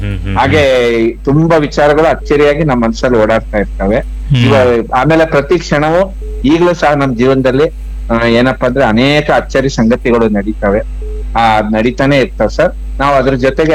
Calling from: Shivamogga, Karnataka, India; Vidyanagar, Shivamogga.

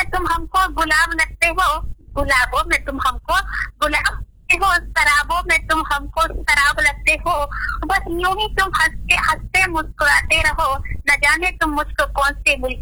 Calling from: Rampur, Uttar Pradesh, India; मैं वैसे तो कतराओं की रहने वाली हूँ, मेरे गांव का नाम कतरावा है और ये रामपुर में ही पड़ता है।

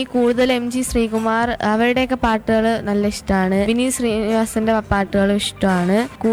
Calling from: Kerala, India; ഞാൻ ചാങ്ങയിൽ നിന്ന് വരുന്നു.

